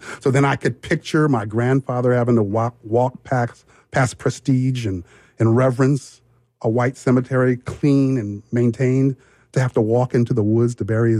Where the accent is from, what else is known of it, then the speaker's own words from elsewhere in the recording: San Diego, California, United States; I grew up in San Diego, California, and in the 70s.